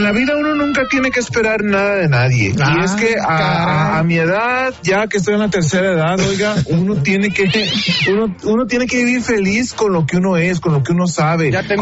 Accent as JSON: {"language": "Spanish", "town": "Autlán", "region": "Jalisco", "country": "Mexico", "tie": "born there", "said": "nacido en Autlán."}